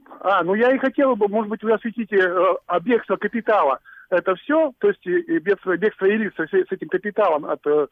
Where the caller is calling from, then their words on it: Trans-Urals, Russia; я из Зауралья.